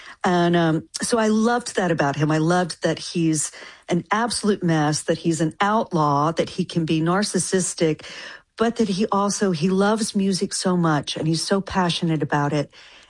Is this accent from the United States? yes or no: yes; Denton, Texas, United States; I will say it's a somewhat fictionalized account of my hometown, which is Denton, Texas. But when I lived there, you know, it was very small. There was only one high school